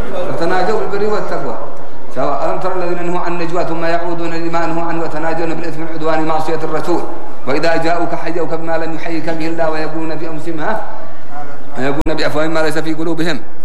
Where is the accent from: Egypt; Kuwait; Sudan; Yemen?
Yemen; عندنا في اليمن